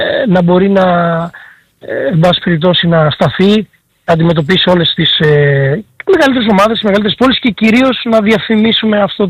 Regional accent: Missolonghi, Western Greece, Greece; now in Athens, Greece; τη δικιά μου πόλη στην οποία έχω μεγαλώσει

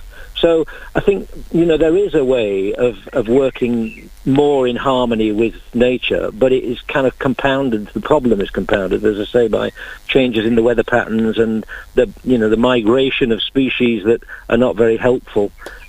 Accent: Yorkshire and the Humber, United Kingdom; I grew up in South Yorkshire

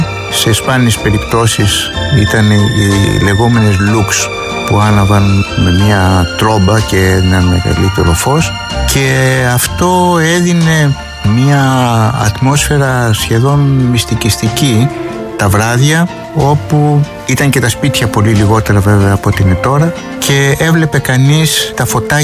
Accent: Athens, Attica, Greece; born there; also born or lived in Amorgos; Εγώ γεννήθηκα στην Αθήνα, αλλά η καταγωγή μου είναι από την Αμοργό. Από τα κατάπολα της Αμοργού ήταν και οι 2 μου γονείς, ο Θόδωρος και η Σοφία.

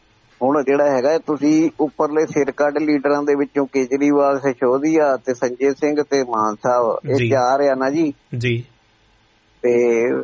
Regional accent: Punjab, India; ਅਸੀਂ ਪੰਜਾਬ ਵਾਲੇ

